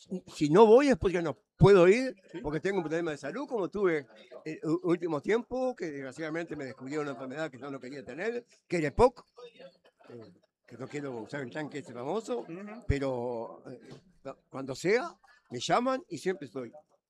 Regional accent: Maldonado, Uruguay; born there; also born or lived in Durazno, Uruguay

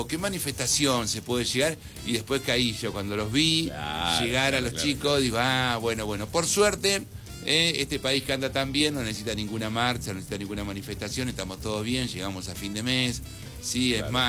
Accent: Carmen de Patagones, Buenos Aires Province, Argentina; No, pero somos de Patagones, Viedma, sacá esto antes que te llenemos el coso de patada, ¿no?

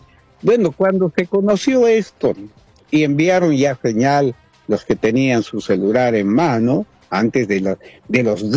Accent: Bolivia; nos toca como bolivianos, estemos o no estemos radicados en nuestro país.

